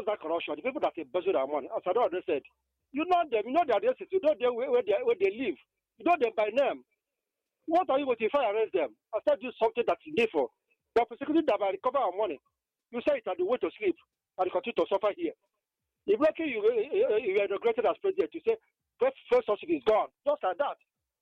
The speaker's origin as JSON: {"language": "English", "town": "Obunka", "region": "Anambra", "country": "Nigeria", "said": "I come from Obunka in Anambra State."}